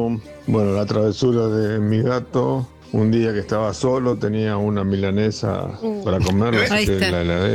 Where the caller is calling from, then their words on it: Pontevedra, Buenos Aires Province, Argentina; de Pontevedra